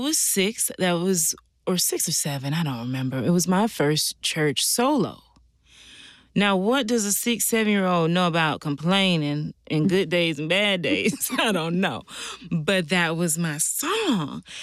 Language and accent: English; Simpsonville, South Carolina, United States; we did a private screening for the church that I grew up in Simpsonville, South Carolina, Bethlehem Baptist Church.